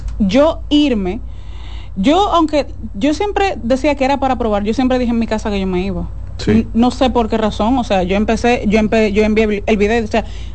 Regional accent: Dominican Republic; A mí me hubiese encantado hacer teatro musical en mi país.

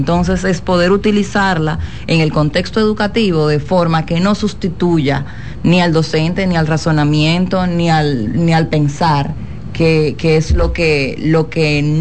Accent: Dominican Republic

